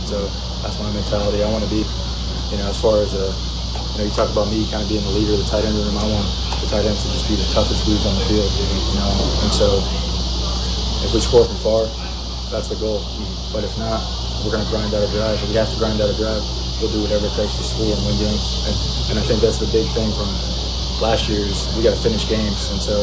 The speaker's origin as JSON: {"language": "English", "region": "Indiana", "country": "United States", "moved": "yes", "lives_now": "Mississippi, United States", "said": "I'm from Indiana"}